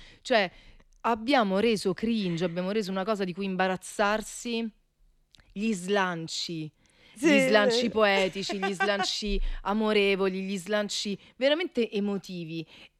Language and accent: Italian; Rome, Lazio, Italy; also born or lived in Milan; Poi sono arrivata a Roma, cioè, tornata a Roma, io sono romana.